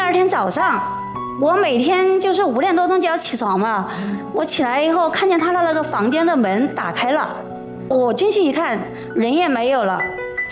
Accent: Yichang, Hubei, China; 我们宜昌那边不是有一个烤火的桌子嘛？

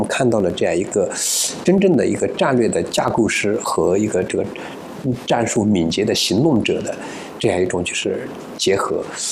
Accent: Rudong, Jiangsu, China; 我老家呢是江苏南通下面的叫如东县，农业和商业是他们的这种主流。

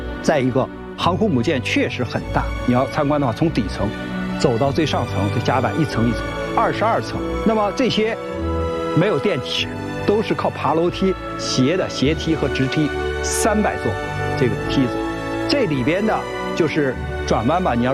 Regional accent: China

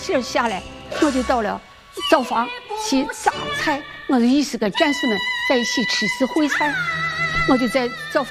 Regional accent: China; 作为我们中国人，确实是自豪的。

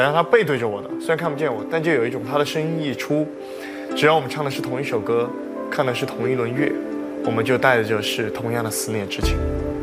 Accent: Jiangyou, Sichuan, China; 因为我是四川人，然后在江油

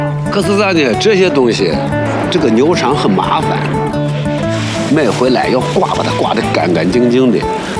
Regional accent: Shandong, China; 我是山东的学生，恢复高考的第一年

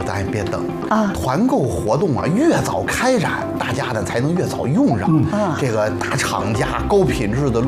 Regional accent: Xuzhou, Jiangsu, China; 大家好，我是来自徐州的

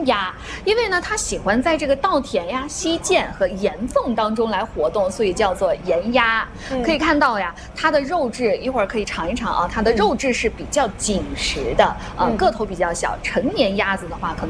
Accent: Xiangxi, Hunan, China; 它是我们湘西人待客的招牌菜之一。

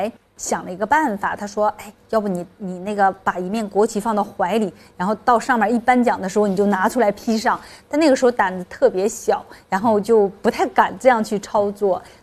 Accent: China; 作为中国人还是感到非常的自豪和荣幸，然后特别是作为中国运动员

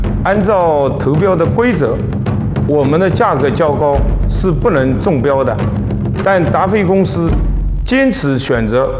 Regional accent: China; 所以我当时就想，我们中国人也要把产品研发出来。

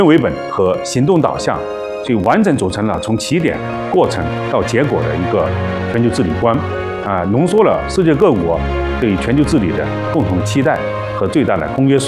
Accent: China

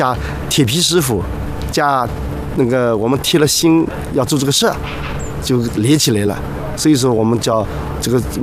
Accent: Wenzhou, Zhejiang, China; 这就是我们温州人的精神。

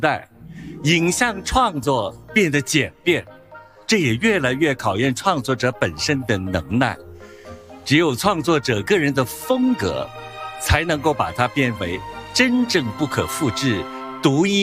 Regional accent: Hong Kong; 如果我们香港人讲这个好是怎么讲呢？

